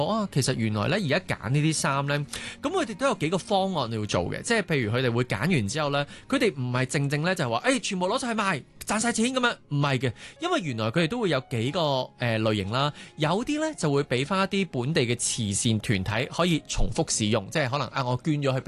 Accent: Hong Kong

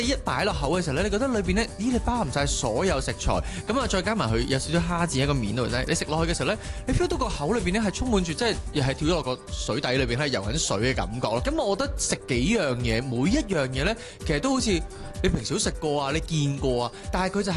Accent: Hong Kong; 我哋香港人

